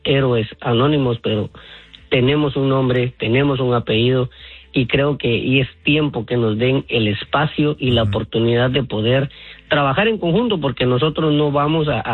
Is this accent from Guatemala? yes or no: yes; Guatemala; moved away; porque nosotros salimos de Guatemala, pero Guatemala no ha salido de nosotros, y estamos pendientes de todas las situaciones que están pasando